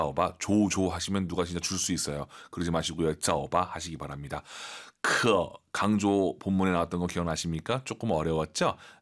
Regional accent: South Korea; 우리 한국 사람 입장에서는요

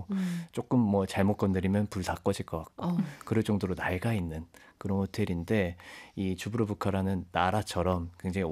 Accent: Gyeongsang, South Korea; moved away; 그 경상도 그 저희가 살던 고향에

